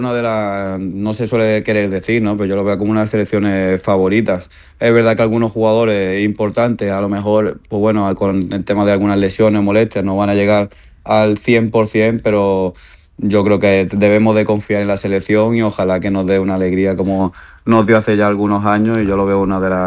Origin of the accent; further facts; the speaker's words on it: Málaga, Andalusia, Spain; yo nací en Málaga, soy malagueño, me creció en Málaga, mi madre es malagueña.